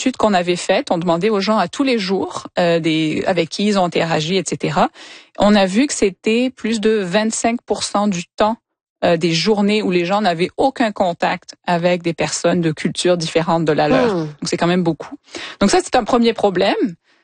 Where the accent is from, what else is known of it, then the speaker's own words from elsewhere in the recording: Montreal, Quebec, Canada; Si je suis ici à Montréal, je vais dire que je suis peut-être du Sud-Ouest. Si je me promène en Ontario, ben je vais affirmer que je suis québécoise.